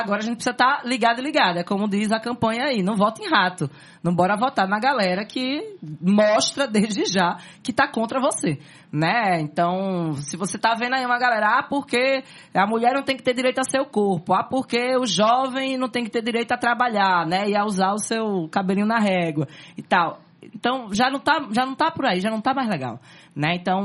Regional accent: Recife, Pernambuco, Brazil; now in Ouro Preto, Brazil; eu sou da Brasília Teimosa, né? Eu cresci, vivi, a minha identidade cultural de vida é da Brasília Teimosa.

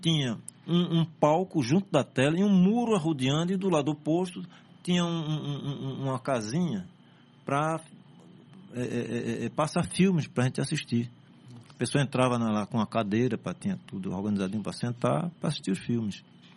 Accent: Recife, Pernambuco, Brazil; born there; E eu nasci na Casa de Saúde Maternidade de São João, que era o hospital onde depois passou a ser o Hospital Agamenon Magalhães.

